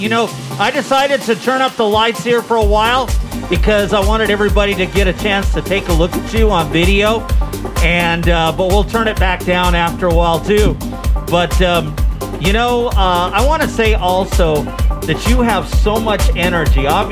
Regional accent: Redlands, California, United States; I grew up in Redlands, and I went to a private school from first to ninth grade, and I never went to a public school till I was in high school.

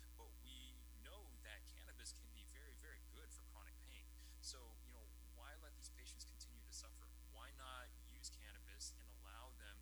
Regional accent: Texas, United States; I was born and raised in Texas

